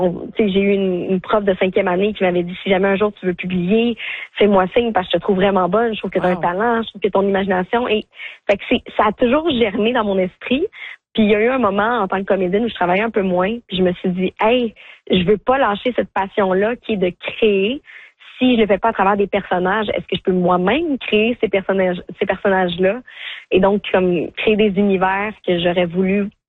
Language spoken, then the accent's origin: French; Quebec, Canada; je viens de la rive nord de Montréal